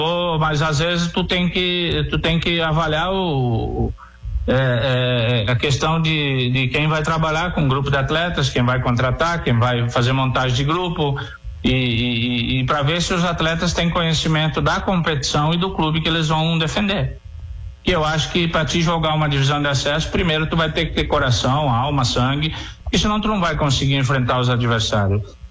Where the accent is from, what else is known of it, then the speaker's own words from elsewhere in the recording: Lajeado, Rio Grande do Sul, Brazil; é o clube da minha cidade, é o clube onde eu moro, é o clube onde eu me criei.